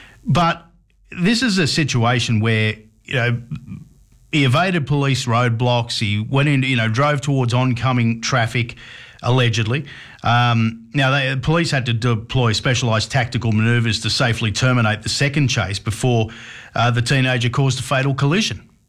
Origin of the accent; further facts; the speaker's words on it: Sydney, New South Wales, Australia; I grew up in Western Sydney, not far from where you grew up.